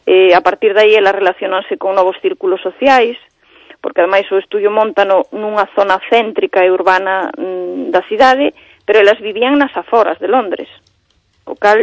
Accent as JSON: {"language": "Galician", "town": "Santiago de Compostela", "region": "Galicia", "country": "Spain", "said": "Vale, pero somos de Santiago, non do Camiño."}